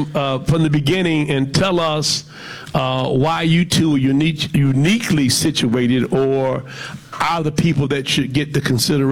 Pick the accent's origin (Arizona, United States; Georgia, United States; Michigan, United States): Michigan, United States; Detroit; born there